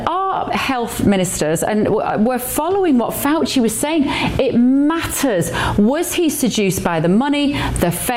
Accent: United Kingdom; As a Brit living here

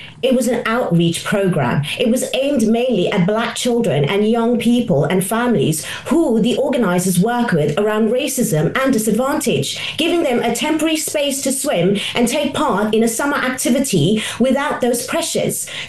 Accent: South Africa; I am born and raised in South Africa.

